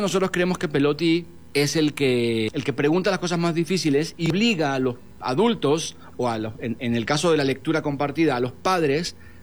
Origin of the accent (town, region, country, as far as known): Argentina